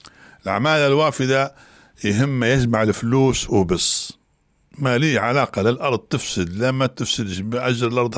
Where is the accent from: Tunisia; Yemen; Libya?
Libya; وحنا كنا كليبيين نعرفوا استنزاف الأرض